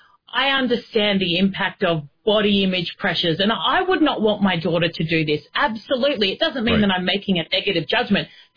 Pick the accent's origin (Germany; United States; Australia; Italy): Australia; as an Australian looking into America